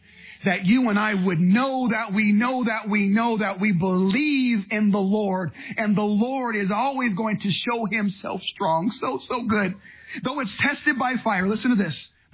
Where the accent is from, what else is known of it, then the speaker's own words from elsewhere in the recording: San Diego, California, United States; And we came from Encanto in San Diego.